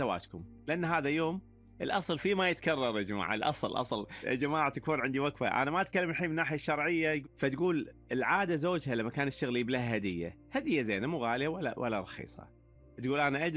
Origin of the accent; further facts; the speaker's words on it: Kuwait; صاير عندنا في الكويت